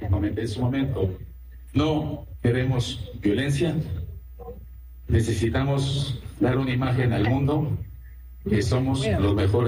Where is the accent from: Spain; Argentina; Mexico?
Mexico; somos mexicanos.